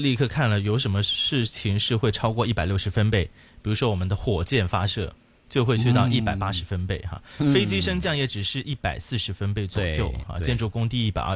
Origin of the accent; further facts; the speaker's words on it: Guangdong, China; accent: Cantonese; first language Cantonese; Chinese is a second language; 说回自己的对母语哈，我们广东话 对吧哈。